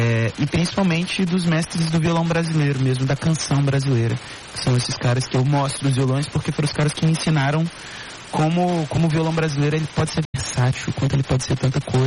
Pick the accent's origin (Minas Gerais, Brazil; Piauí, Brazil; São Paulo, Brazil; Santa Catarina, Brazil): Minas Gerais, Brazil; Ouro Branco; Ouro Branco, que é a cidade onde eu cresci